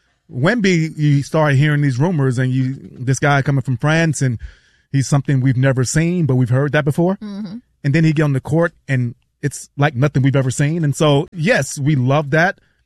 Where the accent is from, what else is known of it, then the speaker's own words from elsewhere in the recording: New York City, New York, United States; I'm a New Yorker, right? I've been there. I've walked those streets. I've seen the hardships.